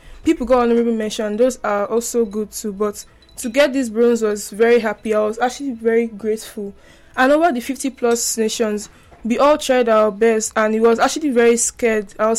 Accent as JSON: {"language": "English", "country": "Nigeria", "said": "I'm a Nigerian."}